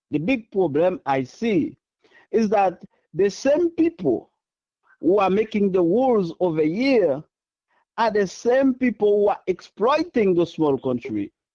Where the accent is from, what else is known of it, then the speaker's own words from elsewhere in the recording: Haiti; moved away; I'm from Haiti.